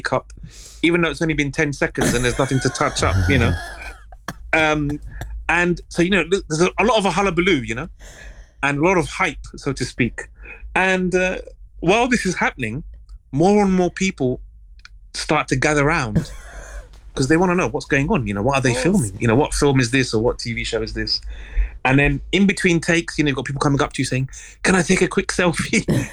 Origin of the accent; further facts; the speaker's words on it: London, United Kingdom; I'm a Londoner.